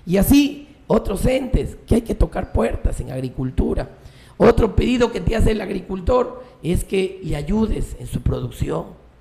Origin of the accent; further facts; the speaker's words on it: Piura, Peru; Allá en mi pueblo, por ejemplo, en San Francisco, el Papayo